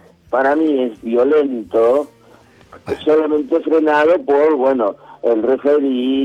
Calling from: Argentina; de Villa del Ser

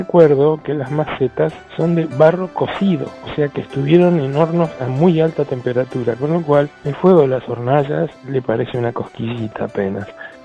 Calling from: Buenos Aires, Argentina; del Parque Chas.

